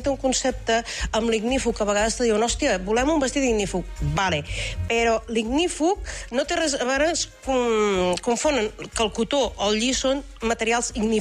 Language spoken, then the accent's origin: Catalan; Riudoms, Catalonia, Spain; Jo soc de Riudoms.